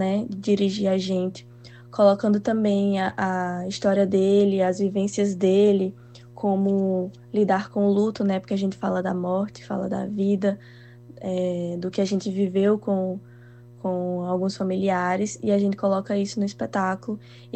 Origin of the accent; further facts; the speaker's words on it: Rio Grande do Norte, Brazil; now in Maranhão, Brazil; A princípio, a temática surgiu do encontro meu e de Micael aqui no Maranhão. Nós dois somos do Rio Grande do Norte